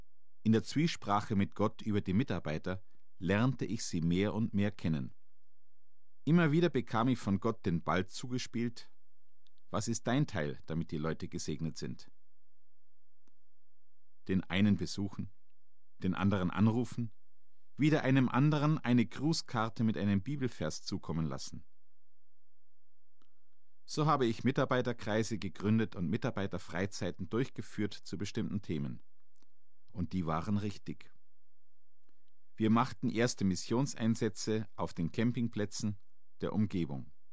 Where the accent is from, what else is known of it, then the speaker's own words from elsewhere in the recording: Icking, Bavaria, Germany; Von meinem Heimatort Iking hat man einen weiten Blick über das Isartal bis zu den Alpen.